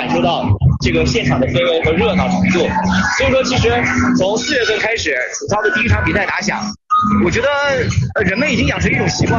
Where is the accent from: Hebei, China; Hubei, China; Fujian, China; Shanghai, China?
Hubei, China; Yichang; 它其实是咱们宜昌人夏季消暑的必备